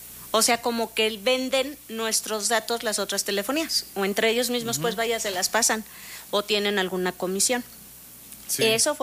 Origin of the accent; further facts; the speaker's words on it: Mexico; Creo que también como mexicanos dejamos todo al último.